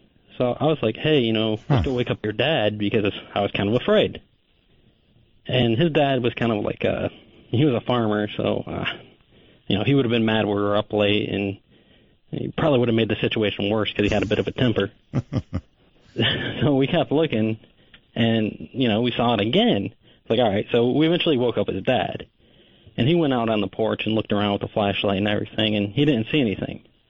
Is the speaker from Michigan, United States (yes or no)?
yes; Michigan, United States; now in Austin, United States; I grew up in Michigan